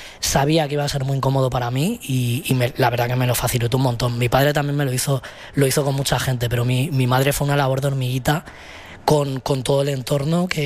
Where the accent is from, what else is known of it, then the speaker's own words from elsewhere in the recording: Rivas-Vaciamadrid, Community of Madrid, Spain; moved away as an adult; now in Madrid, Spain; yo he crecido en Covibar, en Rivas. Pero mi padre es de Canillejas y mi madre de San Blas, Simancas, por ahí. García Noblejas, esa zona. Y es donde yo vivo ahora, de hecho.